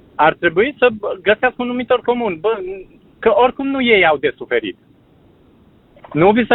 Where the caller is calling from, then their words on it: Bistrița, Bistrița-Năsăud, Romania; din Bistrița sunt.